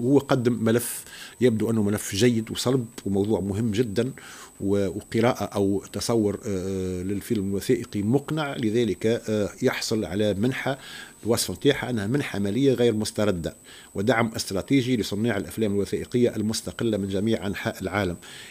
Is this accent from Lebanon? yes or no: no; Tunisia; موضوع يهمنا كتونسيين، مش آل قابس فقط